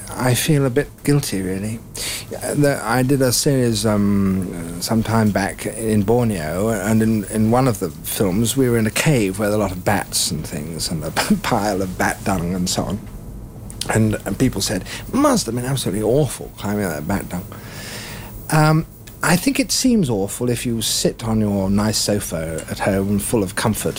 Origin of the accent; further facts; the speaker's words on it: Isleworth, London, United Kingdom; born there; I was born in Isleworth in London.